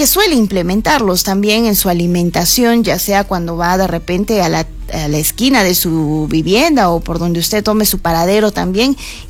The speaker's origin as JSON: {"language": "Spanish", "region": "Arequipa", "country": "Peru", "said": "para sentirnos orgullosos como arequipeños"}